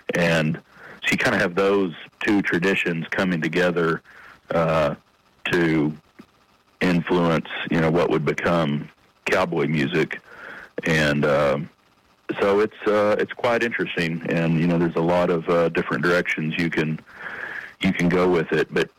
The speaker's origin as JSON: {"language": "English", "town": "Lubbock", "region": "Texas", "country": "United States", "said": "I'm from Lubbock, Texas"}